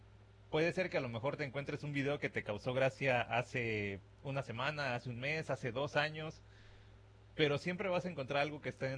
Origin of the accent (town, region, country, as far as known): Mexico; now in United States